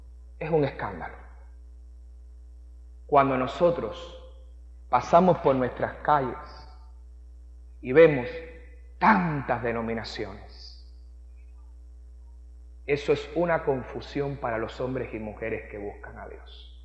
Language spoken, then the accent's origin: Spanish; Cuba; Yo soy muy cubano, sé que somos mucho ritmo, los caribeños.